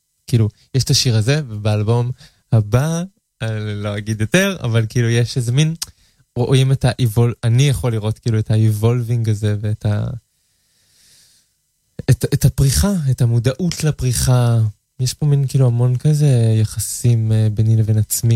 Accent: Kfar Azar, Tel Aviv District, Israel; גדלתי בכפר עזר.

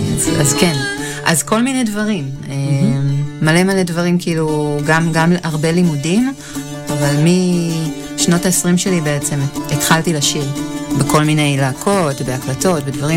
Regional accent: Ein Hod, Haifa District, Israel; also born or lived in San Francisco / Tel Aviv; ואז ברגע שהתקבלה אנחנו בעצם עברנו לישראל וגדלתי בעין הוד.

